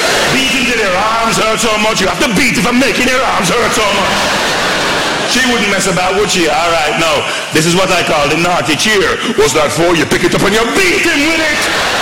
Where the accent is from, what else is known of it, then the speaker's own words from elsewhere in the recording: Dudley, West Midlands, United Kingdom; I grew up in Dudley, in the West Midlands.